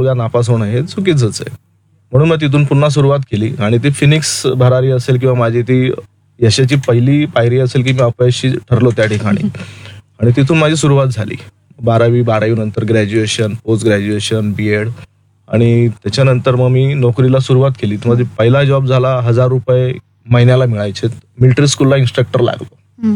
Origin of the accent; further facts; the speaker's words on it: Bhusawal, Maharashtra, India; माझं बालपण आणि जन्म जळगाव जिल्ह्यामध्ये भुसावळला झालेलं आहे, माझं शिक्षण भुसावळला आणि जळगावला झालेलं आहे